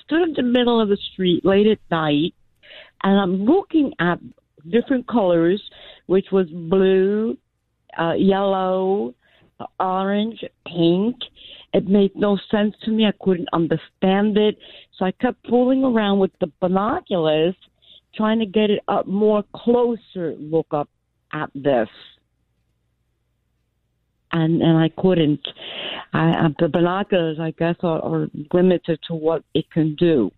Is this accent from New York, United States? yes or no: yes; Manhattan, New York, United States; I've been watching the moon from the Yard Drive, ocean water, since a child, off of 150 where we were growing up in Manhattan.